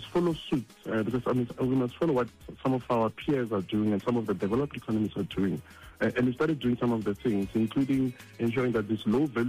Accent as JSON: {"language": "English", "town": "Pretoria", "region": "Gauteng", "country": "South Africa", "said": "I'm from Pretoria"}